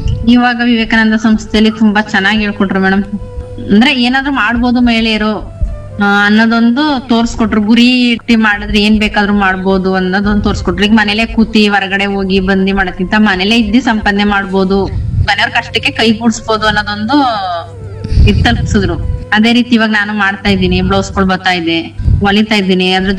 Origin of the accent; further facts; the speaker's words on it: Kallahalli, Karnataka, India; ನಾವು ಕಲ್ಲಳ್ಳಿ, ಹುಣಸೂರಿಂದ 25 ಕಿಲೋಮೀಟ್ರು ಬರ್ಬೇಕ ಕಲ್ಲಳ್ಳಿ ಅಂತ ಒಂದು ಹಳ್ಳಿ.